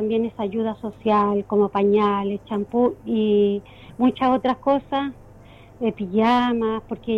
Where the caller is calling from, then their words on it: Yungay, Ñuble, Chile; aquí en Yungay somos 6 voluntarias de Damas de Blanco